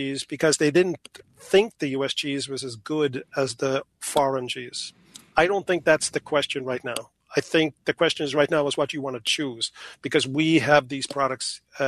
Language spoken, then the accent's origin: English; Ireland; also born or lived in New Zealand; now in Wisconsin, United States; And so I grew up in Ireland and I lived in New Zealand, so I hear about the New Zealand thing for 4 years.